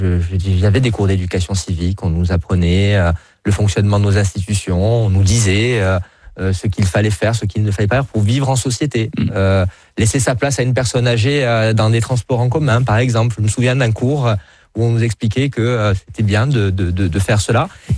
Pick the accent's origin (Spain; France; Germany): France; en tant que Français, qui n'est donc pas directement concerné